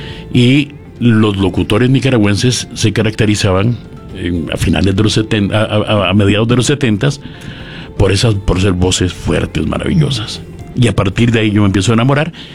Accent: San José, Chile; now in Punta Arenas, Chile; Bueno, yo no nací en Punta Arenas, yo nací en San José. Vivimos hasta 1970. Papá muere en 1970. Nos quedamos un tiempito más aquí en San José, mamá, mi hermano y yo. Mamá es porteña.

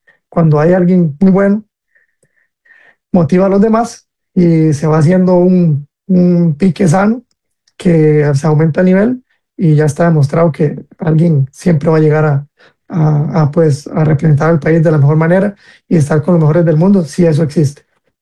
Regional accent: Costa Rica; como costarricenses, nos acostumbramos a que alguien salga así de bueno cada 10 años

